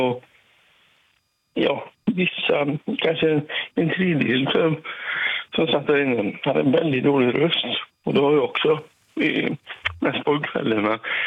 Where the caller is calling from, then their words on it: Brösta, Västra Götaland County, Sweden; Jag är från Lysekils kommun, en litet samhälle som heter Brösta.